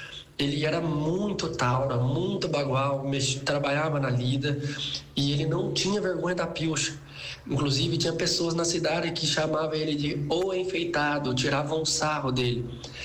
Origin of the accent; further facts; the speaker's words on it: Pinhalão, Paraná, Brazil; Ter nascido na roça, numa cidade de 6 mil habitantes, que se chama Pinhalão, Paraná.